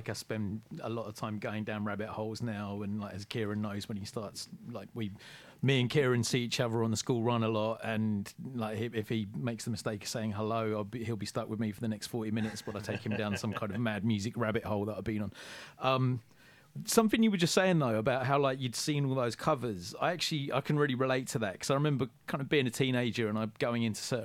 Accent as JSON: {"language": "English", "region": "London", "country": "United Kingdom", "said": "I am a Londoner"}